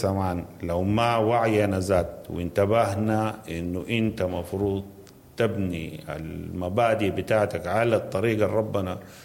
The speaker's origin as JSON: {"language": "Arabic", "country": "Sudan", "said": "انا كسوداني"}